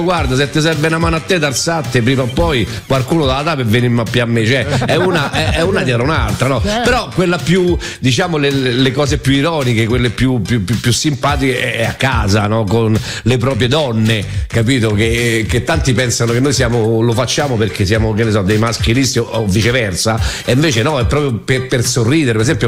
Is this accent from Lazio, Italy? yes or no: yes; Rome, Lazio, Italy; a noi romani non interessa